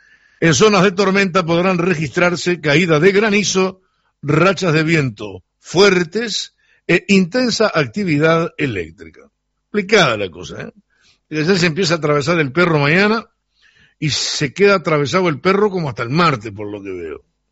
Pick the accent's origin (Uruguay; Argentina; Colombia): Uruguay